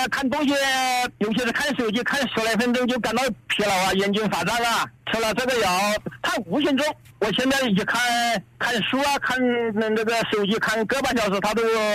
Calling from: Songzi, Hubei, China; 我是松州的。

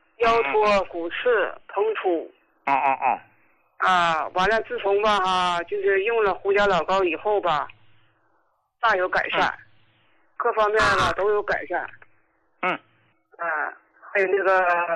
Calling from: Jilin, China; 我介绍一下，我是吉林的患者。

